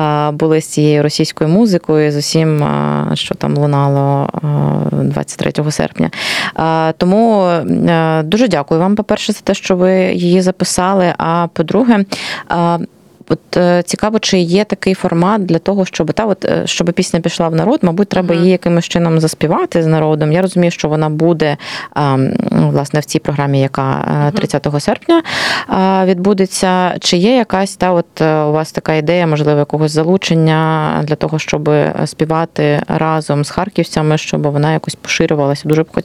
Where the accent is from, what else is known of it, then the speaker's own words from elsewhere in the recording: Kharkiv, Kharkiv Oblast, Ukraine; А от чому, коли я з Харкова приїжджаю в Київ